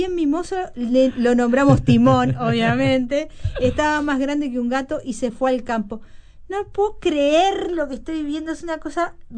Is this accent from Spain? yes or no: no; Uruguay; Pues sí, somos así los uruguayos.